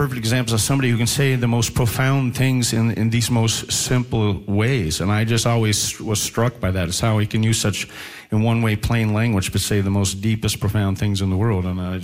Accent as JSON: {"language": "English", "town": "Mabou", "region": "Nova Scotia", "country": "Canada", "tie": "born or raised there", "said": "I was growing up in Mabu, home"}